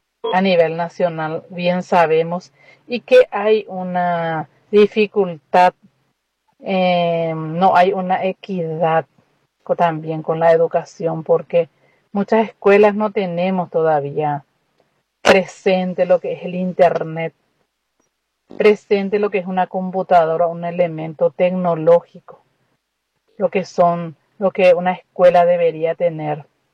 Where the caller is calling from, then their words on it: San Pedro, Paraguay; soy de San Pedro, de una escuela rural